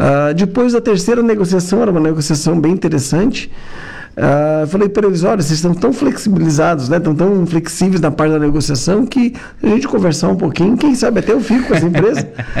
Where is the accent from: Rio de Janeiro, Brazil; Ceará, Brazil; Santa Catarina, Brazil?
Santa Catarina, Brazil; Florianópolis; Isso me chocou bastante, porque eu venho de uma cidade, eu venho de Florianópolis, é uma cidade que tem como foco principal o turismo, então ela tem uma visão diferente.